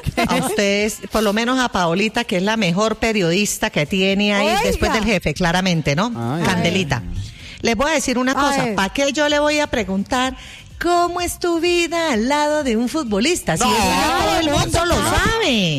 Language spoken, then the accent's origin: Spanish; Santander, Colombia; Soy santandereana, ojo con lo que va a decir.